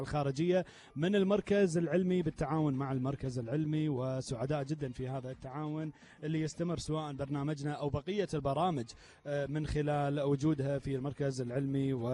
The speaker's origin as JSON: {"language": "Arabic", "country": "Kuwait", "said": "نقول ديرتنا يعني حلوة"}